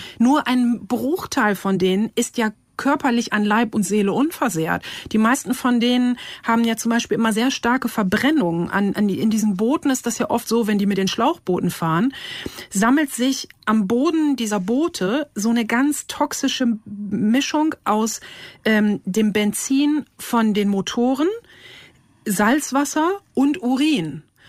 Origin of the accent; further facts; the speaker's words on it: Lower Saxony, Germany; ich komme aus Ostfriesland, ich kenne das halt auch, dann setzt man sich aufs Boot und fährt so raus aufs Meer.